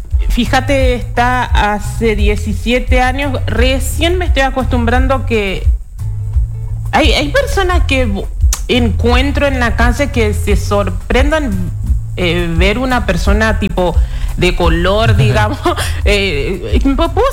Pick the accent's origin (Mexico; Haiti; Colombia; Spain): Haiti; first language Haitian Creole; Spanish is a second language; moved away as an adult; now in Resistencia, Argentina; Allá en Haití hablamos criollo, que es nuestro idioma nativo, y francés es el idioma